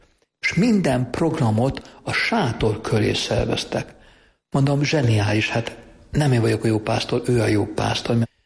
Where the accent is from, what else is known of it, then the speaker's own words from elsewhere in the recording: Budapest, Hungary; Tehát, mivel Rozsdombról jöttem, azért sok minden lehetőséget megkaptam az életben